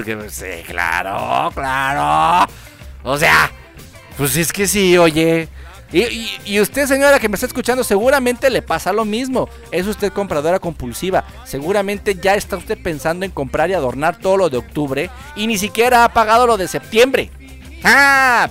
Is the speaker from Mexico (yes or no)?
yes; Mexico; somos como buenos mexicanos